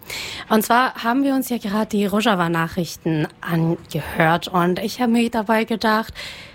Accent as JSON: {"language": "German", "town": "Ahvaz", "region": "Khuzestan", "country": "Iran", "tie": "born or raised there", "second_language": "German", "lives_now": "Germany", "said": "immer noch meine Heimatstadt. Und zwar Ahvaz. Das ist ja auch in der Nähe von Irak."}